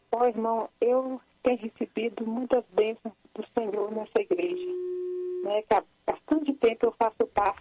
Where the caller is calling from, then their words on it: Couto de Magalhães de Minas, Minas Gerais, Brazil; É Couto de Magalhães, Minas.